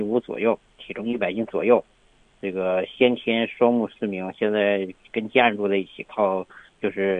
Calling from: Shuangyashan, Heilongjiang, China

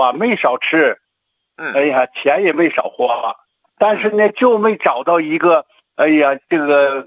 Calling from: Shenyang, Liaoning, China; 陈老师啊，我是沈阳的浑南的。

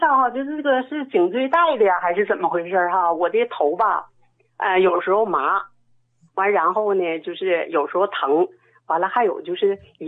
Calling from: Shenyang, Liaoning, China; 我是沈阳的患者。

